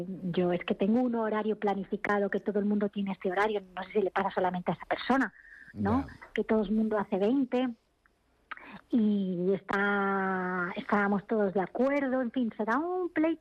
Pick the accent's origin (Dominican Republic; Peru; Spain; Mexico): Spain; Cantabria; yo soy un cántabra también.